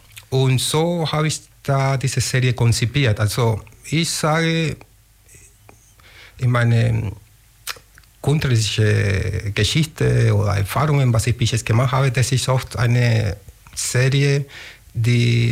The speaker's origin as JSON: {"language": "German", "region": "Havana", "country": "Cuba", "second_language": "German", "moved": "as an adult", "lives_now": "Augsburg, Germany", "said": "Ich komme aus Havanna, Kuba. Lebe in Deutschland, in Augsburg, schon seit dann bald 23 Jahre lang"}